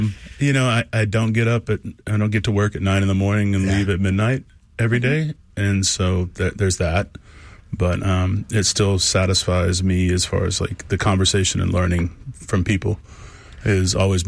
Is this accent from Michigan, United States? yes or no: no; Tulsa, Oklahoma, United States; You know, I grew up in Tulsa and was at Tulsa Junior College